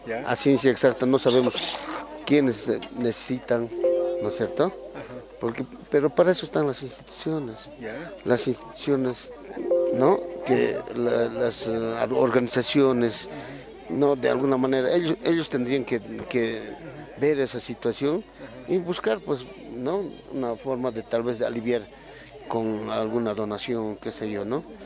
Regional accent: Bolivia

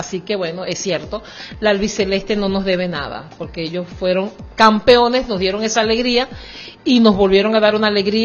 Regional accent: Venezuela; a pesar de todo lo que estamos viviendo nosotros aquí en Venezuela

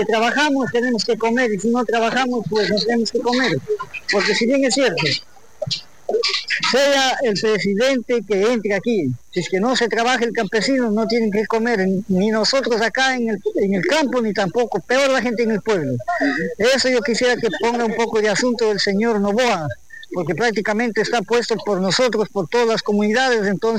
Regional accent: Bolívar, Ecuador; soy una persona de mi tierra natal, es la provincia de Bolívar, entre la Bolívar y los ríos, el mismo que vengo por acá por motivos de trabajo

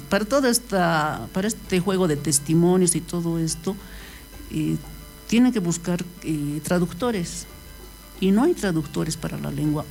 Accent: Oruro, Bolivia; como orureños. Exacto. Y como bolivianos

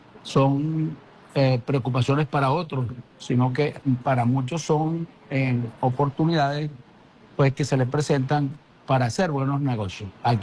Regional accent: Venezuela

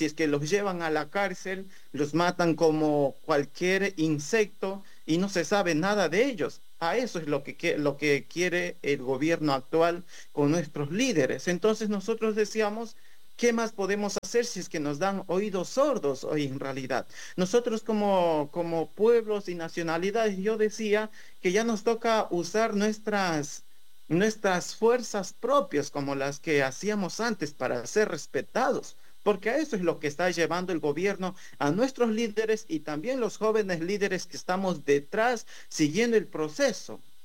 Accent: Orellana, Ecuador; yo vengo de la provincia de Arellana, perteneciente a la parroquia de Ayuma, de la comunidad Shuarzaquim.

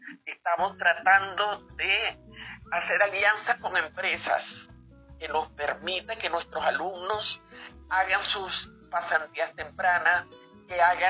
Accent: Venezuela; nosotros como venezolanos valemos

